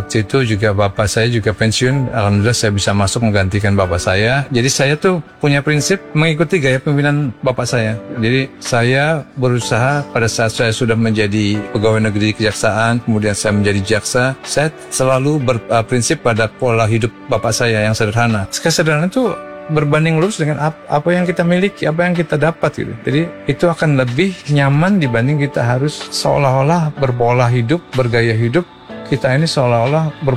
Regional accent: Jakarta, Indonesia; born there; walaupun dulu saya tinggal di Jakarta tapi kan di pinggiran gitu ya. Jadi bapak saya dulu pendatang juga dari Jawa, kemudian tinggal di Jakarta sampai punya anak.

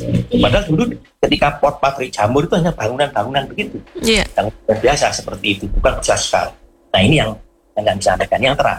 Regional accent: Batu, East Java, Indonesia; kita warga Batu

